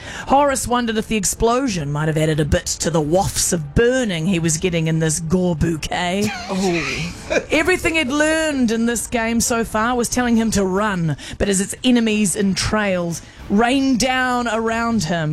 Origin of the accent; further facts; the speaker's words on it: New Zealand; as a Kiwi